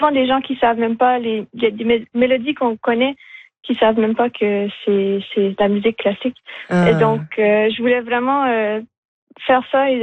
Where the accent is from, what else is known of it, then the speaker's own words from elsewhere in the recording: Edmundston, New Brunswick, Canada; born there; moi je suis née à Edmundston, mais j'ai pas toujours grandi là, j'ai déménagé.